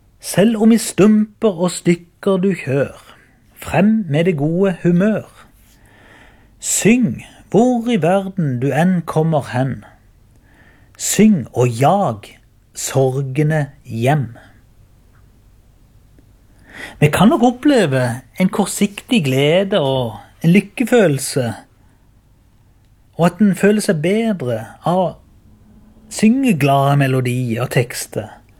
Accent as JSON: {"language": "Norwegian", "town": "Byremo", "region": "Agder", "country": "Norway"}